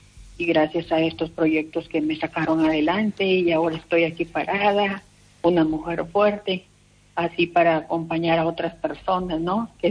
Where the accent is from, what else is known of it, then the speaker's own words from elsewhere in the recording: Piura, Peru; now in Lugo, Spain; todas las mujeres emprendedoras de mi tierra como es Piura.